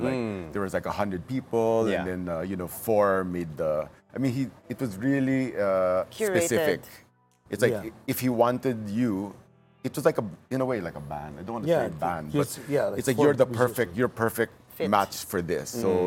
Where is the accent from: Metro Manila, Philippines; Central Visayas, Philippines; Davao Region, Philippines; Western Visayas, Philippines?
Davao Region, Philippines; Davao City; because we're from Davao